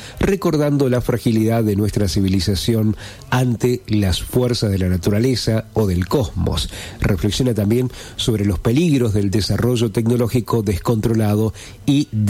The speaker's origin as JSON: {"language": "Spanish", "country": "Argentina"}